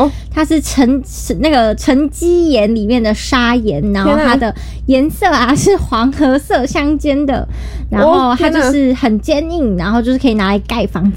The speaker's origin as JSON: {"language": "Chinese", "country": "Taiwan", "said": "讲台语这件事情应该要延续下去，因为这就是我们台湾的一个文化"}